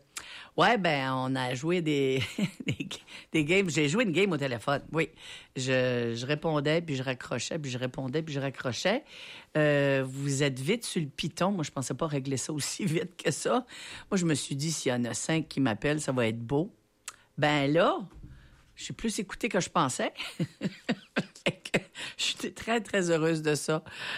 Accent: Tracadie, New Brunswick, Canada; Moi, je suis natif de Tracadie

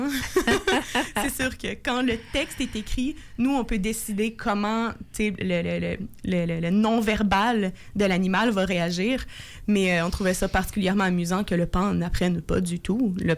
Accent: Quebec, Canada; moved away as an adult; now in Quebec City, Canada; Non, moi je viens du lac Saint-Jean.

